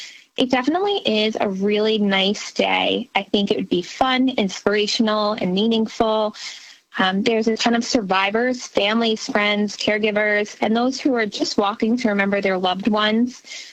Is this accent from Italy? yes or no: no; Long Island, New York, United States; I'm from Long Island, and I'm a wife and a mom of three girls, and I live just very close to Jones Beach, where our walk will be held.